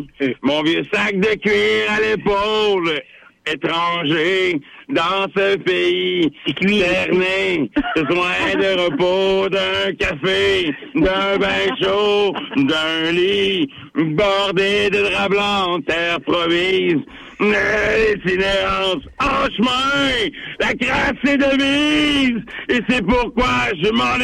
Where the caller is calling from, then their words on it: Quebec, Canada; on se respecte plus en tant que Québécois.